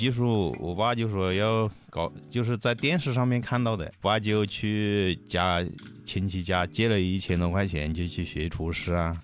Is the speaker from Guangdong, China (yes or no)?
no; Changsha, Hunan, China; 我们湖南长沙这边叫整鸡。